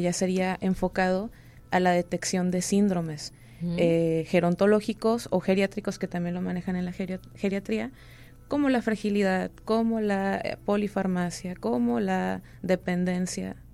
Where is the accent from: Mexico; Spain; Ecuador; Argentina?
Mexico; como mexicanos tenemos algunas cosas culturales